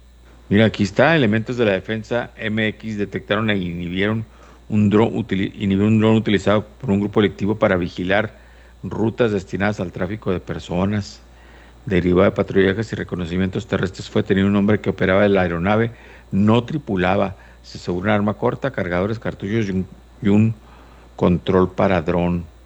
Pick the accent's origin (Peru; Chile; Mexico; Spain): Mexico